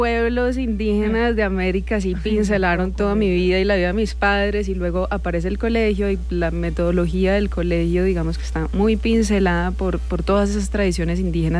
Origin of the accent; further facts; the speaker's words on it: Cali, Valle del Cauca, Colombia; moved away as an adult; nací en San Fernando, chiquitica, no, Peñón, y vivo en Cuarto de Legua